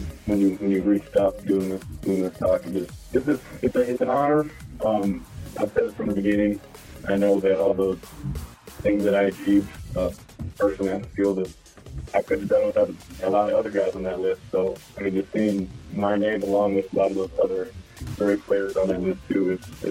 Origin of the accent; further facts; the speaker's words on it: White Bear Lake, Minnesota, United States; My facility is located in my hometown, Whitbread Lake, so staying close to home.